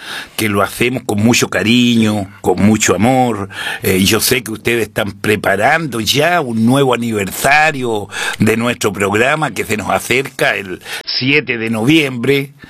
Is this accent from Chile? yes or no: yes; Chile; mi primer amigo que yo tuve fue Guillermo, porque nos criamos juntos ahí en la COPEC.